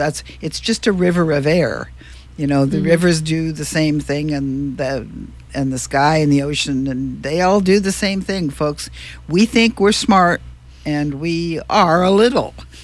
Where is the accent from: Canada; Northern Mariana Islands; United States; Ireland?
Northern Mariana Islands; and that's because I was raised in the Marianas and I've been through a few of these things.